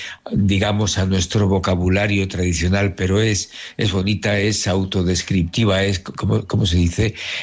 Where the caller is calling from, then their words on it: Consuegra, Castilla-La Mancha, Spain; siendo yo como soy de Consuegra, un pueblo de la Mancha Toledana famoso precisamente por sus molinos.